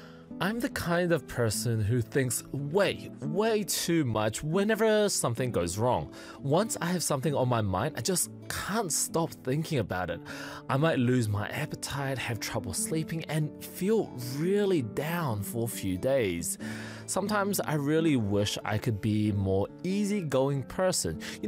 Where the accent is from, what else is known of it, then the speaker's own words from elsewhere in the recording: New Zealand; I'm Kiwi as well.